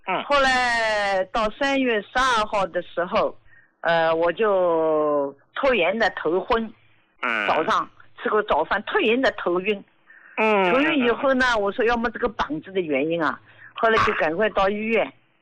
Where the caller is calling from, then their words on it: Jiangsu, China; 我今年73岁，我是江苏的。